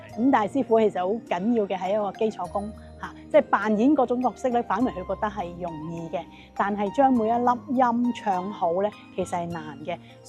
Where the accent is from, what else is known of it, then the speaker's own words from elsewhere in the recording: Guangdong, China; 亦都加上我哋廣東人一啲嘅抵死絕物嘅嘢